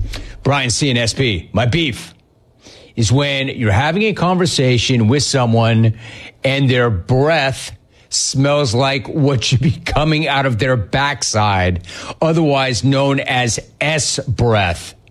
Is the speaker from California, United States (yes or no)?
yes; California, United States; And yes, I am from NoCal.